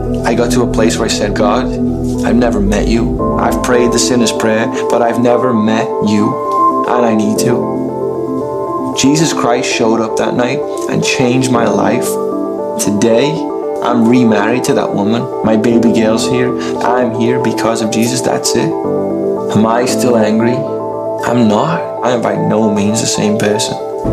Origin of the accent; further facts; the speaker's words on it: Liverpool, North West England, United Kingdom; Growing up in Liverpool, it's a rough place.